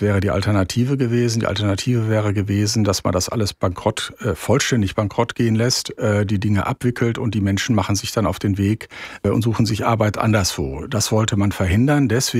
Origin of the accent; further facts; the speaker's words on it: North Rhine-Westphalia, Germany; Ich komme, haben Sie erwähnt, aus Nordrhein-Westfalen